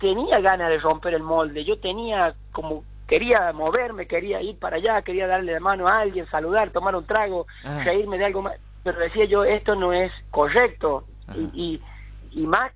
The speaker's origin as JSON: {"language": "Spanish", "town": "Sebastián Elcano", "region": "Córdoba", "country": "Argentina", "tie": "born or raised there", "said": "yo me crié en el pueblo, en Sebastián Elcano, que es un pueblo chico de algo de 3.500, 4.000 habitantes, en el norte de la provincia de Córdoba."}